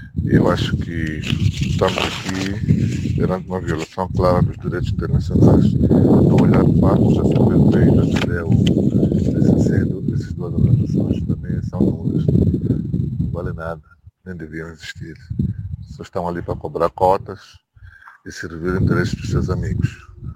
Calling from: Mozambique; eu sou moçambicano

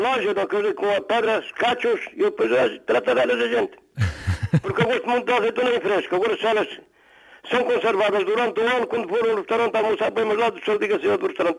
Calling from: Castelo Branco, Centro, Portugal

